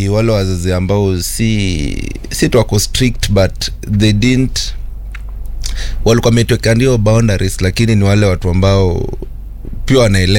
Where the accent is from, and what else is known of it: Butere, Kakamega County, Kenya; moved away